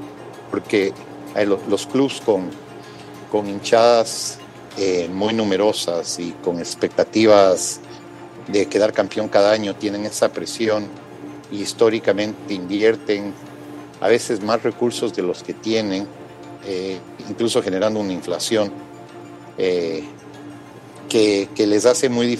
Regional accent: Ecuador; como independiente y como ecuatoriano, como amante del fútbol

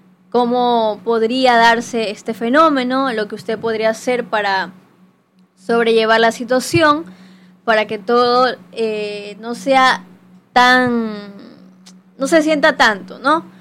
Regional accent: Ecuador

